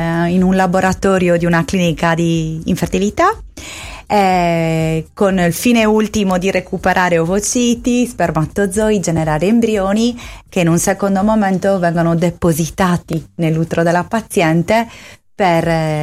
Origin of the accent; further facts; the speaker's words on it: Sardinia, Italy; moved away as an adult; now in Barcelona, Spain; la mia terra, che è la Sardegna, che amo